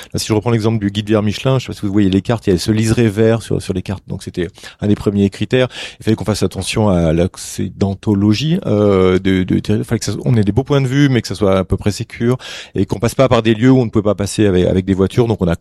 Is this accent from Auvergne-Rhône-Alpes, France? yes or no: yes; Auvergne-Rhône-Alpes, France; mais moi je suis originaire de l'Allier, donc je connais bien ce site.